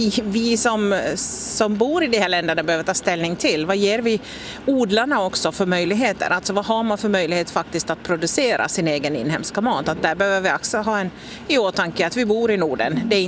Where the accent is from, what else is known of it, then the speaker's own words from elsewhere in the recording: Finland; now in Sweden; Men när jag är hemma i Finland så då väljer jag till exempel finska jordgubbar fram om svenska.